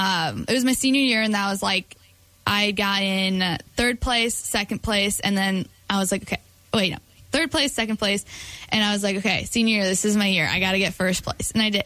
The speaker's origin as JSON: {"language": "English", "town": "Eagle River", "region": "Wisconsin", "country": "United States", "said": "Yes, I was from Northland Pines, Eagle River. So a small community, but really supportive community."}